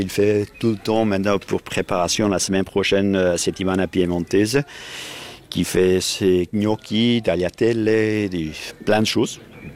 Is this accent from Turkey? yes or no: yes; Kurdistan, Turkey; French is a second language; now in Switzerland; Je suis né, puis vécu en Kurdistan, en Turquie, puis venu ici avec mes saisons. Je ne parlais aucun langue ici.